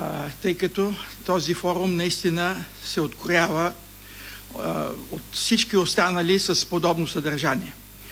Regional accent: Popovo, Targovishte Province, Bulgaria; той е близо до моя роден град Попово

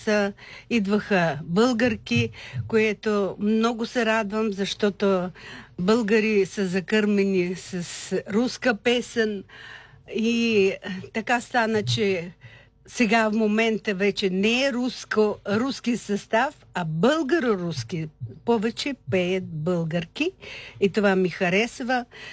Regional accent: Russia; now in Shumen, Bulgaria; поначало бяхме само рускини

